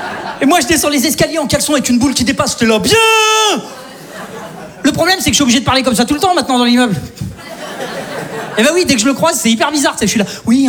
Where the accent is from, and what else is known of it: Saint-Étienne, Auvergne-Rhône-Alpes, France